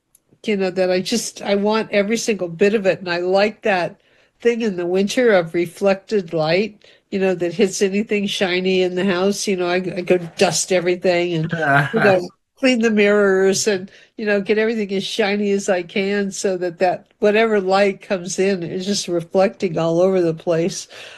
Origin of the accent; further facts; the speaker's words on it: California, United States; when I grew up in Central California, in our alley